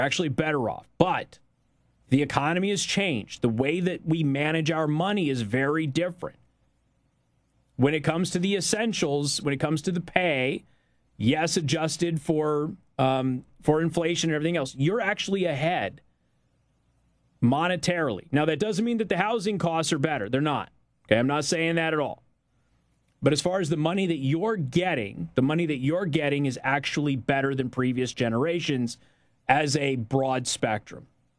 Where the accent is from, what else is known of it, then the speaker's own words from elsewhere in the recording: Logansport, Indiana, United States; Casey, I grew up in Logansport. In the 1970s, that Tyson plant was a meat processing plant named Wilson's.